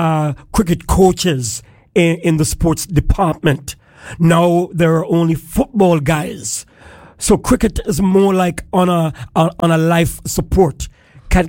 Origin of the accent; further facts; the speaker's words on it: Montserrat; This was one of the joys growing up in Montserrat as a youth.